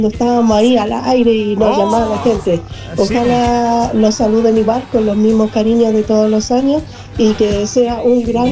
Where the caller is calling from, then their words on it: Valparaíso, Chile; de Playa Ancha Alto.